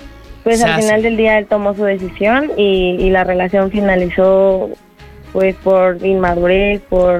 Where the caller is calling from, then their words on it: Venustiano Carranza, Mexico City, Mexico; De la Venustiano Carranza.